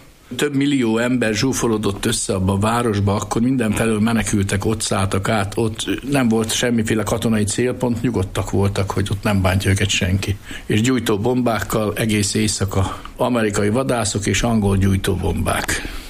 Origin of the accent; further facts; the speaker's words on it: Medgyesegyháza, Békés, Hungary; moved away as an adult; also born or lived in Budapest / Szolnok; now in Nagykörű, Hungary; Az én őseim Felvidéken éltek. Nagyapám, akivel laktam a tanyán, ahol születtem